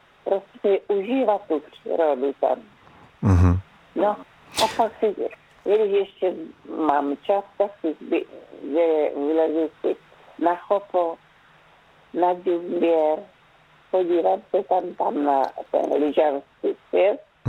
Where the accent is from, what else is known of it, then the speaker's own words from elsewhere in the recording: Liptovský Mikuláš, Žilina Region, Slovakia; now in Plzeň, Czechia; Vyrůstala jsem v Litovské Mikuláši. Nádherné místo. Město úplně otočené s takovým vědečkem hor.